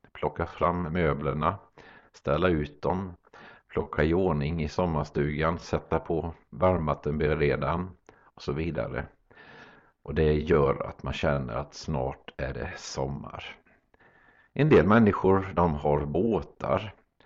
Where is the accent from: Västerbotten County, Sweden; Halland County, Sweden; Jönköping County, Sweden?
Jönköping County, Sweden; Forserum; Och hemma hos oss där jag växte upp, där var det brukligt att man första maj tog fram alla som spelade blåsinstrument och så marscherade vi runt i samhället, Forserum, där jag kommer ifrån.